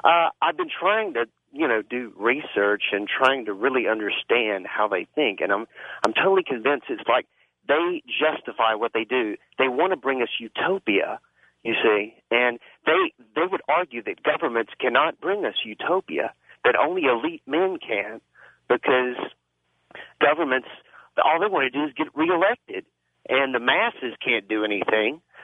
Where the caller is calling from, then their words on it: Shreveport, Louisiana, United States; 71 Kilo, Shreveport, Louisiana.